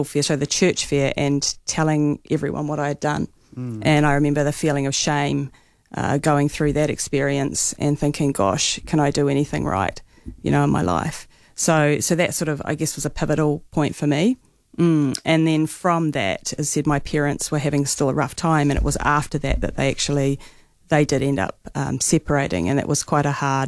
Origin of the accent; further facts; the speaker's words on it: Browns Bay, Auckland, New Zealand; So I moved down to Browns Bay. So I grew up in Browns Bay. So finished my schooling there.